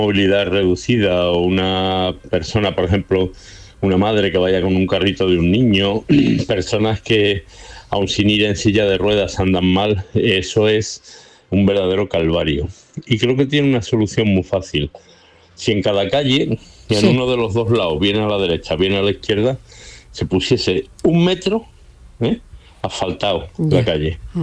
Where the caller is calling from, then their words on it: Seville, Andalusia, Spain; Vivo en Sevilla capital, en la plaza, en la parte del casco antiguo.